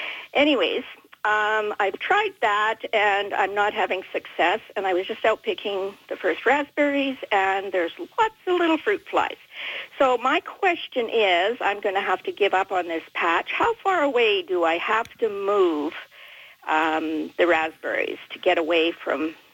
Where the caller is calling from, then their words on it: Erickson, Manitoba, Canada; I'm calling from Erickson.